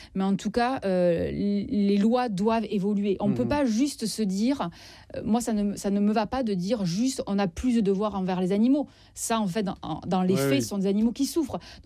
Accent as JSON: {"language": "French", "region": "Southwest France", "country": "France", "said": "Alors, attendez, je suis"}